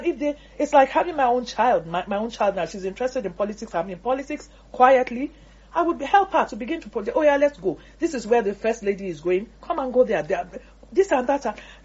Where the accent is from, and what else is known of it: Nigeria